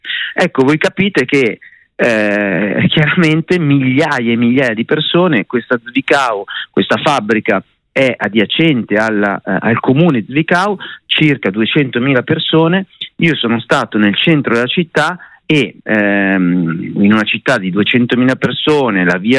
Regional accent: Milan, Lombardy, Italy; accent: Milanese; Io, come sente dal mio accento, sono milanese, frequento Roma abitualmente

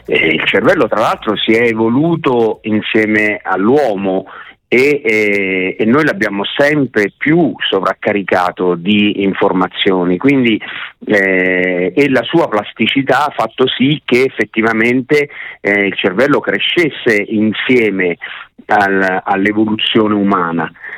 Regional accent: L'Aquila, Abruzzo, Italy; io sono originario dell'Aquila

